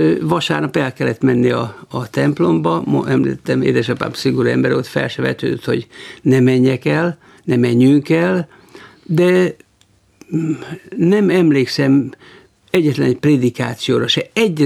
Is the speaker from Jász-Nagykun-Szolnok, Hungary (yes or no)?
no; Nyíregyháza, Szabolcs-Szatmár-Bereg, Hungary; also born or lived in Kondoros; Én Kondroson születtem még, két nővéremmel együtt. Öcsém, aki 10 éve fiatalabb, az már Nyíregyházán született. 2 éves koromban, tehát 40-ben áthelyeztek ték édesapámat Nyíregyházán